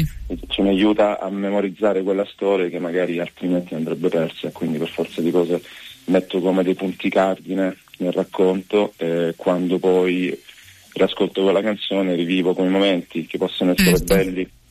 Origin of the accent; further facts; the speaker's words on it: Apulia, Italy; ho scelto di vivere qui nel Salento fortemente, è stata una scelta di vita